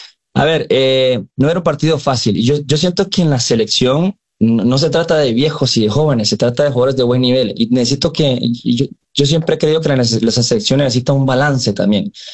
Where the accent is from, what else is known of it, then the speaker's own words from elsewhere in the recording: Costa Rica; nosotros somos un país que no tiene ejército y nosotros de cierta manera somos el ejército de Costa Rica dentro de la cancha